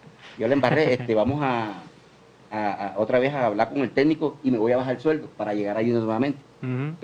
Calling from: Barranquilla, Atlántico, Colombia; Sí, en Barranquilla, yo soy barranquillero

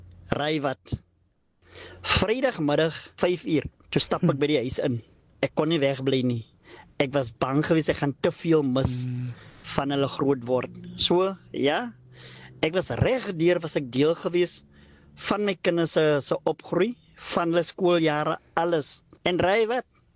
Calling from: Uitenhage, Eastern Cape, South Africa; van Uitenhag.

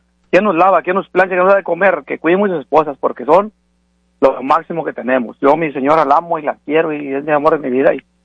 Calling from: Federal Way, Washington, United States; de Federal Way.

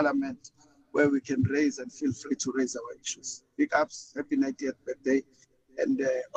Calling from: South Africa

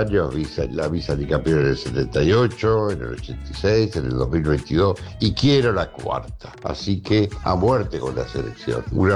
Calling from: Moreno, Buenos Aires Province, Argentina; de Moreno habla, 058. Yo soy fanático de San Lorenzo, pero las elecciones es un escalón más alto. Tengo 70 años

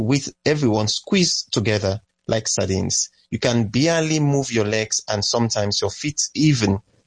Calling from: Freetown, Western Area, Sierra Leone; I'm speaking from Freetown, Sierra Leone.

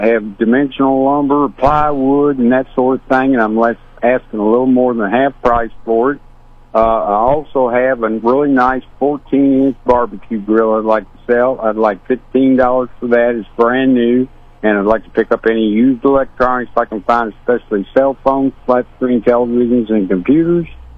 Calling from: Slater, Missouri, United States; Yes, I'm calling from Slater

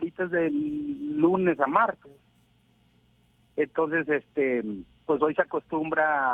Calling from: Guatemala

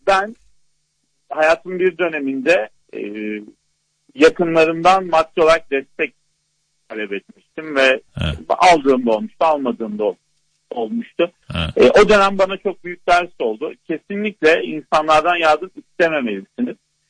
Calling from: Diyarbakır Province, Turkey; Hoş Diyarbakır'dan aradım.

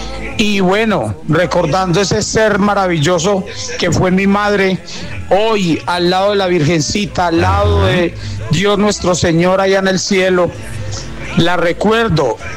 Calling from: Cuba; desde Cubita la Bella

